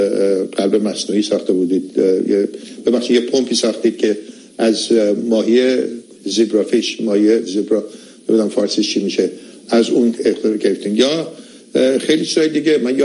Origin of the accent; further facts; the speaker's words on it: Iran; واقعا داشتن همچین هموطنانی برای من به عنوان یک ایرانی باعث بسیار خیلی غرورآمیز و غرورانگیز.